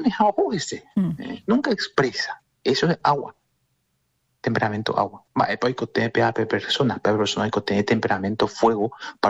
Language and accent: Spanish; Paraguay; yo comento que soy de Paraguay